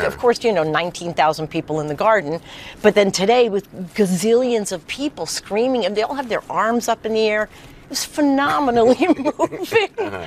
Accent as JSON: {"language": "English", "area": "Long Island", "region": "New York", "country": "United States", "tie": "born or raised there", "said": "I grew up on Long Island."}